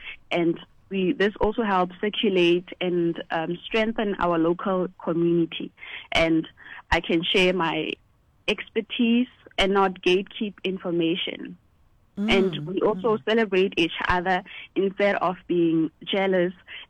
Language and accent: English; South Africa; born or raised there